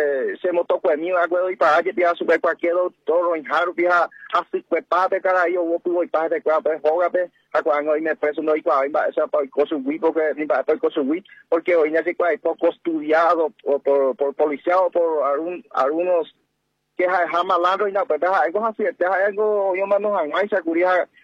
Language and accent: Spanish; Paraguay; como paraguayo, como indígena, como nativo